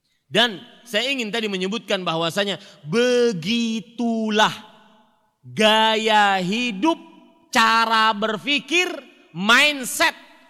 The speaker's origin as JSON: {"language": "Indonesian", "region": "Kalimantan", "country": "Indonesia", "said": "saya dari Kalimantan, harus mengarungi lautan."}